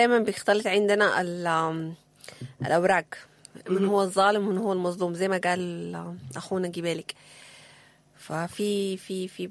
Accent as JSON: {"language": "Arabic", "country": "Sudan", "said": "احنا كسودانيين"}